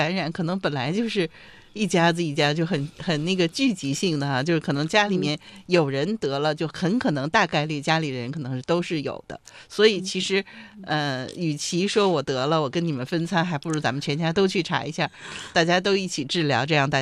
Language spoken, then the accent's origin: Chinese; China; 我们中国人